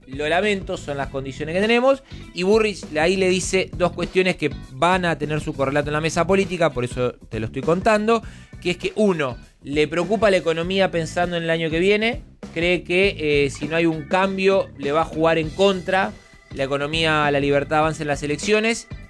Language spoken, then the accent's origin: Spanish; Buenos Aires Province, Argentina; el intendente de mi ciudad natal, Julio Alac